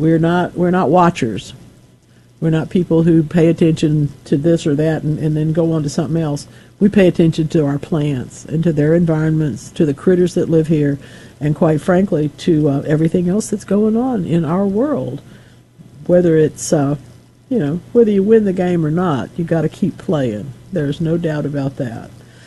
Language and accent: English; United States; He was the president of the school board in my hometown. Remember, we're sitting in front of the Washita River today. That's where he brought me up.